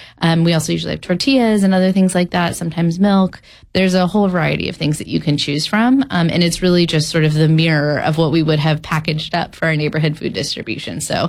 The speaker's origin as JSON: {"language": "English", "region": "California", "country": "United States", "tie": "born or raised there", "said": "I grew up in Slo County, so I got to actually show up at the fair. So did my mom."}